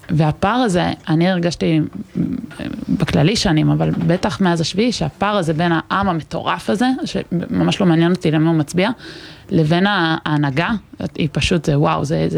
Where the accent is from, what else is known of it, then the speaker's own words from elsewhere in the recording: Yatir, Southern District, Israel; now in Northern District, Israel; אני מדרום הר חברון במקום.